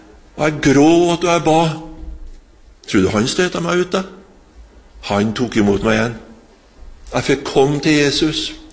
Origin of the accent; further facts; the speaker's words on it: Trondheim, Trøndelag, Norway; born there; Jeg var 15 år, og så da var ikke jeg hjemme i Trondheim, men jeg var på Sunnmøre, på hjemplassen til far min.